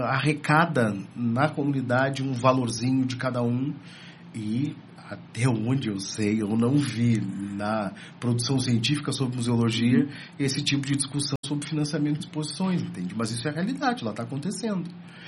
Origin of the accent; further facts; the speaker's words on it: Rio Grande do Sul, Brazil; moved away; lá de onde eu venho, que são os museus comunitários, museus de comunidade, de comunidades rurais. No Rio Grande do Sul a gente tem muitas comunidades rurais